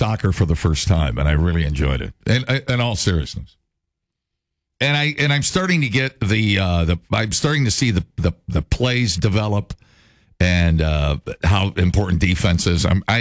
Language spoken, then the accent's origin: English; United States; I'm an American, for God's sake.